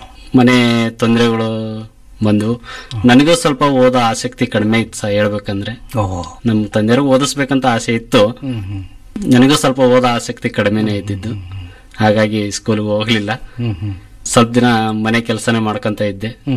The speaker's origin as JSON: {"language": "Kannada", "town": "Jigadi", "region": "Karnataka", "country": "India", "said": "ನಮ್ಮ ಜಿಗಡಿ ಗ್ರಾಮದಲ್ಲಿ ಮಿಲೇವಿನೂರು ಸ್ವಲ್ಪ ಹತ್ರದಲ್ಲಿ ಸಿಟಿ ಇದ್ದಂಗಿದೆ"}